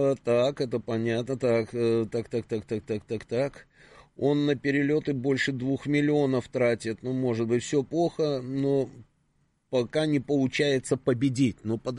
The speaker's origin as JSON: {"language": "Russian", "region": "Moscow", "country": "Russia", "said": "Я говорю, из Москвы. О, чую же говор. Ну, вот что тут скажешь. Вот, понимаете, у нас, оказывается, говор."}